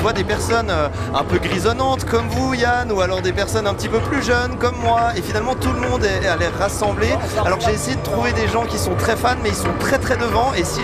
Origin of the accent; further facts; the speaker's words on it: Fribourg, Switzerland; parce que je suis fribourgeois.